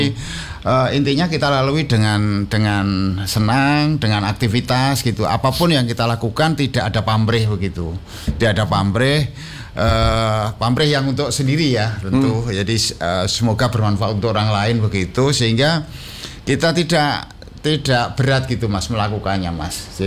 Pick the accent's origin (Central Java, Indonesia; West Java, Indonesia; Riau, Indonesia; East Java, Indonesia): Central Java, Indonesia; Magelang; moved away; Kebetulan saya asli Magelang